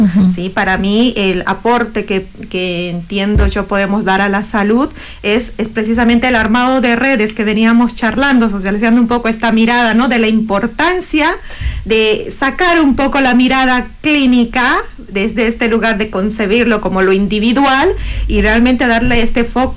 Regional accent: Bolivia; now in Argentina; soy también licenciada en psicología, tanto en mi país de origen, yo soy boliviana, como aquí en Argentina.

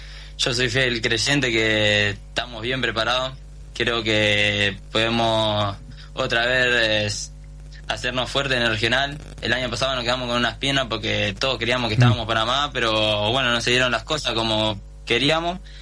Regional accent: Pablo Podestá, Buenos Aires Province, Argentina; now in Villa Regina, Argentina; Sí, yo soy de Buenos Aires. Yo soy de allá del lado 3 de febrero, lado provincia. Soy de Pablo Podestá.

